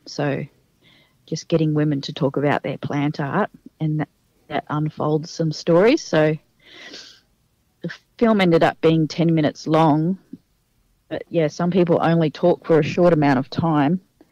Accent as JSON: {"language": "English", "country": "Australia", "tie": "born or raised there", "said": "I grew up travelling all around Australia"}